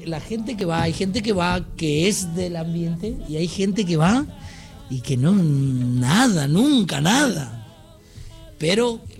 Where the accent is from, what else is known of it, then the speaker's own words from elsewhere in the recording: Gran Guardia, Formosa, Argentina; yo nací en Formosa Capital, pero me crié en Gran Guardia, que es mi pueblito ahí cerquita. Ahí en realidad aprendí más a andar por la vida, aprender a mis primeros pasos